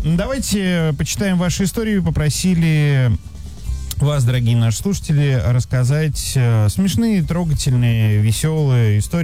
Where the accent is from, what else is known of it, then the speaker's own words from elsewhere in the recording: Bryansk, Bryansk Oblast, Russia; Я помню, я поехал из Брянска в Санкт-Петербург на день открытых дверей в военную академию, куда я поступал, и остановился у двоюродного брата.